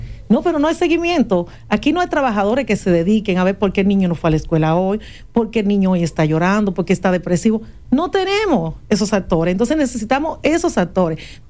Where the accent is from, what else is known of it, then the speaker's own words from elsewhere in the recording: Santiago, Dominican Republic; born there; now in Santiago de los Caballeros, Dominican Republic; En el caso de Juncalito, que es mi distrito donde nací, de donde vengo, pero hago vida en los barrios de Santiago